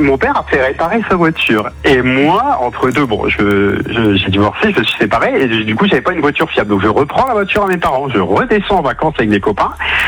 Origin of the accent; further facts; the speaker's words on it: Hauts-de-France, France; On part en vacances, donc je suis du Nord, mon accent doit s'entendre.